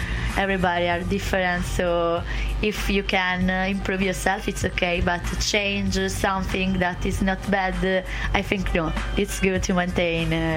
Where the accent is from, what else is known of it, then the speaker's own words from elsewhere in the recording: Catania, Sicily, Italy; English is a second language; moved away; I came from Catania near the volcano